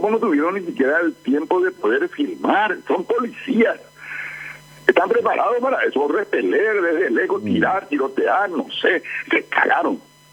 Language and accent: Spanish; Asunción, Paraguay; Yo soy de Asunción, soy del barrio San Antonio, de Doctor Montero y de La Conquista, teníamos nuestra casa. Mis ancestros son todos de Misiones, de San Miguel Misiones … que son la familia de mi madre, y … de Arazapé.